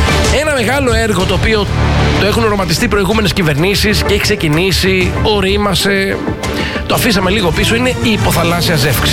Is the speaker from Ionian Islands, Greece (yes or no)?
yes; Lefkada, Ionian Islands, Greece